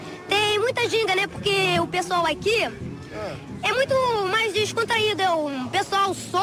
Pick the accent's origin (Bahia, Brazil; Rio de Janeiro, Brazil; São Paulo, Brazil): Rio de Janeiro, Brazil; born or raised there; accent: carioca